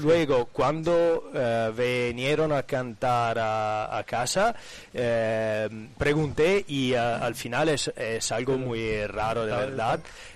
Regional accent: Italy; accent: Italian; Spanish is a second language; yo siendo italiano no hablo tan bien español

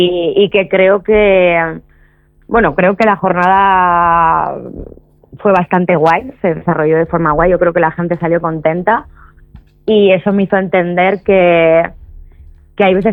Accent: Burgos, Castile and León, Spain; Hemos empezado en Burgos porque yo soy burgalesa

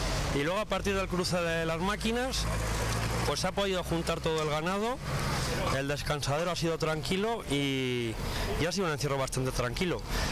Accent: Coca, Castile and León, Spain; vengo desde Coca

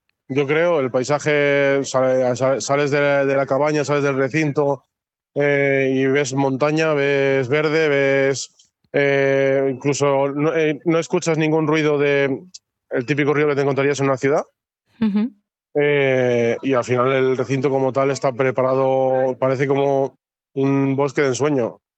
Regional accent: Ponferrada, Castile and León, Spain; moved away as an adult; now in Barcelona, Spain; en Barcelona actualmente porque trabajo allí y ya vengo desde allí. Lo que pasa es que yo, como soy de aquí, yo soy de aquí de Ponferrada.

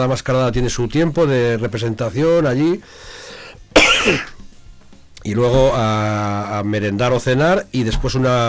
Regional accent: Sanzoles, Castile and León, Spain

